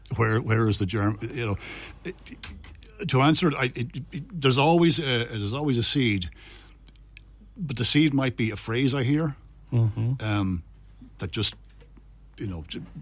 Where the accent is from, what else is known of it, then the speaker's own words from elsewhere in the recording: Galway, Connacht, Ireland; also born or lived in Dublin; I always say I'm from Galway, Paul, because I was down about six, I think, when we moved.